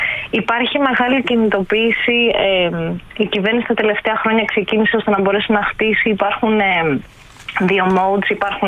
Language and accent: Greek; Kallithea, Attica, Greece; also born or lived in Chania; now in Madrid, Spain; Εγώ με τυχαία είμαι 20 χρόνια στην Ελλάδα, αλλά εγώ είμαι από την Αθήνα, από την Καλυθέα, έχω ζήσει στα Χανιά 2 χρόνια.